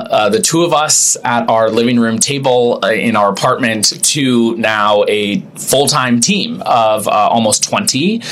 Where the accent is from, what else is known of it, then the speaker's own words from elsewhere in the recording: Ohio, United States; Yes, I am originally from Ohio, so I'm a Midwesterner at heart. And yes, a Buckeye.